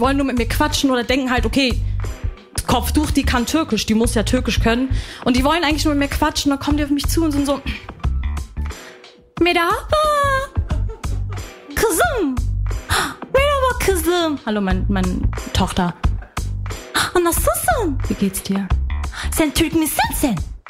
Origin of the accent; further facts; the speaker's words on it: Lebanon; ich bin Libanesin.